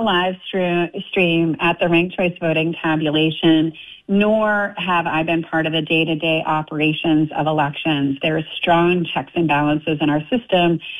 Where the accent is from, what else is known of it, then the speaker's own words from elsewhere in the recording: Maine, United States; I grew up working class in Down East Maine.